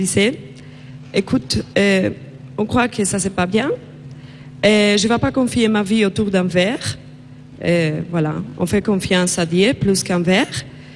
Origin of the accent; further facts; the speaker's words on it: Spain; je viens d'Espagne.